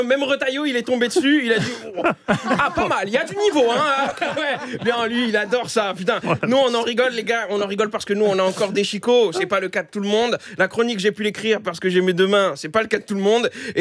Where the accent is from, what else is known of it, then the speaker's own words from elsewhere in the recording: Pierrefitte, Île-de-France, France; also born or lived in Saint-Denis; je suis né à Saint-Denis et j'ai grandi à Pierrefitte, ils ont gazé mon maire